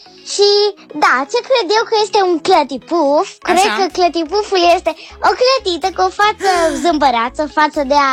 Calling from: Cluj-Napoca, Cluj County, Romania; din Cluj, am 9 ani.

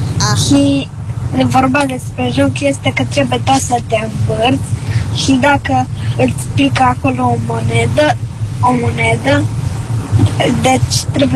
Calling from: Cluj-Napoca, Cluj County, Romania; din Cluj-Napoca, am 6 ani

